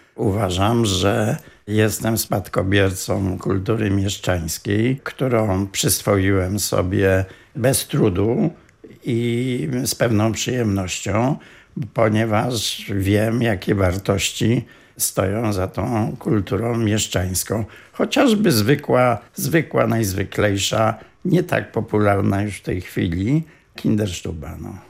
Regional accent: Poznań, Greater Poland Voivodeship, Poland; My poznaniacy

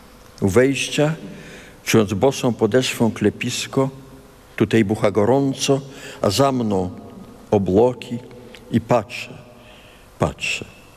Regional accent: Kaunas County, Lithuania; moved away as an adult; Po wielu latach wróciłem na Litwę i stanąłem w miejscu, gdzie w moim dzieciństwie była kuźnia.

